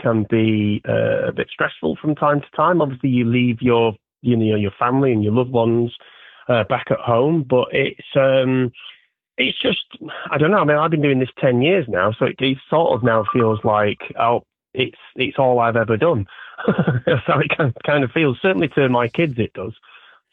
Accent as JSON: {"language": "English", "country": "United Kingdom", "said": "Well, no, I'm British"}